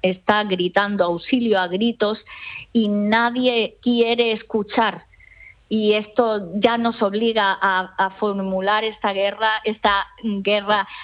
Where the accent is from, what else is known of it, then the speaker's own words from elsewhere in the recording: Ceuta, Spain; yo eso en mi tierra, bueno, que es Ceuta, es llamarme exagerada